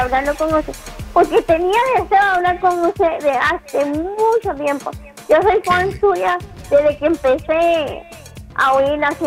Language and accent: Spanish; Puerto Rico; Soy de Puerto Rico.